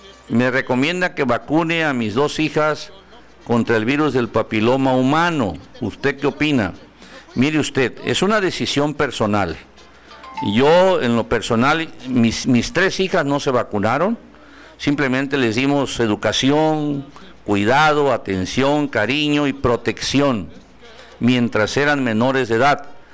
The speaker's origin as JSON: {"language": "Spanish", "town": "Jiquipilas", "region": "Chiapas", "country": "Mexico", "said": "Siempre lo escucho en la radio, soy de Jiquipilas, felicidades, saludos a todos mis amigos jiquipiltecos que tengo allá"}